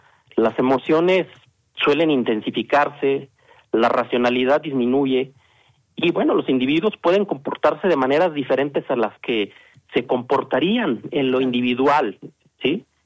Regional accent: Mexico; todos como mexicanos esperamos que la selección mexicana le gane a Inglaterra

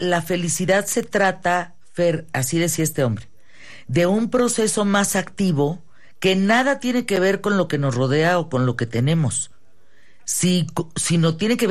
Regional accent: northern Mexico, Mexico; No, es que soy norteña y así nos hablamos.

